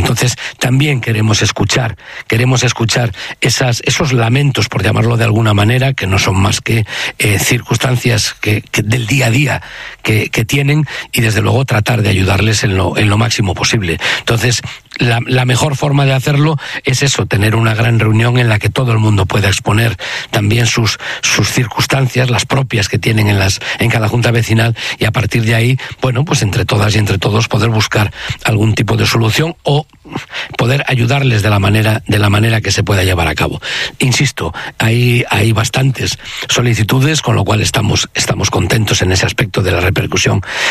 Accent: El Bierzo, Castile and León, Spain; para mí, que soy del Bierzo

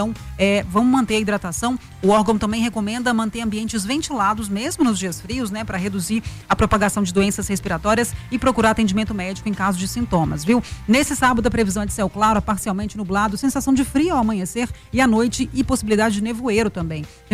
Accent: Patrocínio, Minas Gerais, Brazil; born there; Uberlândia, que fica lá na minha região do Triângulo Mineiro. Eu nasci ali pertinho de Uberlândia, Uberaba, sou de Patrocínio ali.

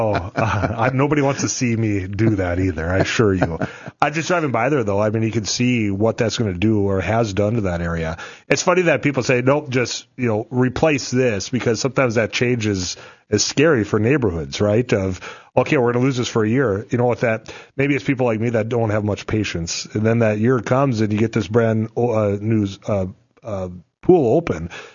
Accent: Leeds, United States; back in my hometown of Leeds, you know, Class B, town of 450 people, you had really only one employment opportunity in high school

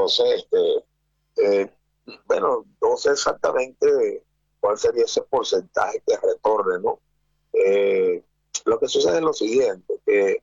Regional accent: Venezuela; Venezuela es algo, no lo digo como venezolano, no soy nacionalista ni regionalista en el mal sentido

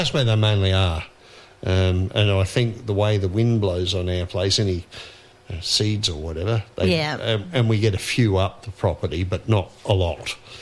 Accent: Adelaide, South Australia, Australia; born there; also born or lived in Henley Beach / Morphett Vale

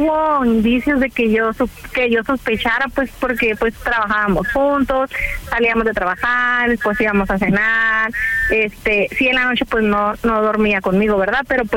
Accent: Mexicali, Baja California, Mexico; 29, Mexicali.

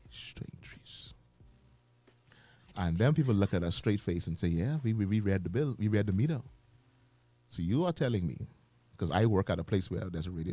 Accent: Nassau, New Providence, Bahamas; like 40 years ago. Because we moved in that house in June. I was born in August

